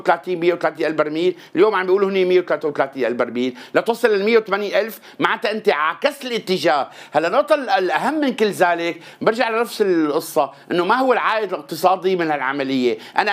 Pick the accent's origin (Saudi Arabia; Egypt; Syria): Syria; انا كمواطن سوري